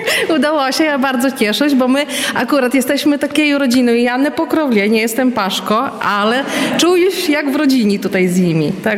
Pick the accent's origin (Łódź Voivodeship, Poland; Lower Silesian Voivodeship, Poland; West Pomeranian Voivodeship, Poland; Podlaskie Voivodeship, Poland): Podlaskie Voivodeship, Poland; Dubicze Osoczne; żywu w drugiej gminie niż gmina tutaj Naresz. Pochodzę z Dubiczy Osocznych i dojeżdżaję tutaj.